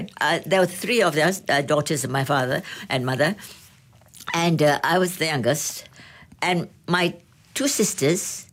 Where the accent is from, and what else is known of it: Penang, Malaysia; born or raised there